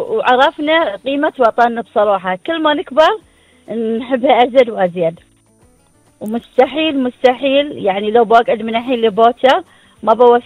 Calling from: Bahrain

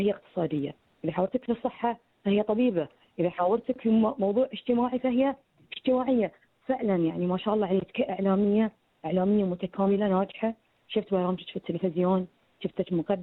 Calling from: Bahrain; عندنا في البحرين

